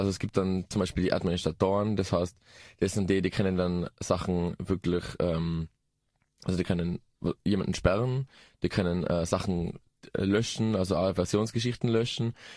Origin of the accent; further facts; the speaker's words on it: Innsbruck, Tyrol, Austria; Also es gibt ja bei uns in Innsbruck alle ein, zwei Monate ein lokales Treffen